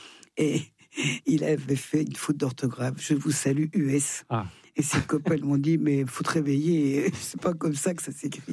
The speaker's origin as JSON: {"language": "French", "town": "Thonon-les-Bains", "region": "Auvergne-Rhône-Alpes", "country": "France", "tie": "born there", "said": "Je suis née à Thonon."}